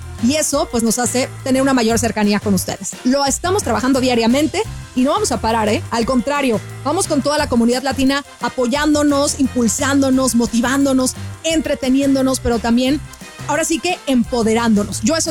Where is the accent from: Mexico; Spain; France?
Mexico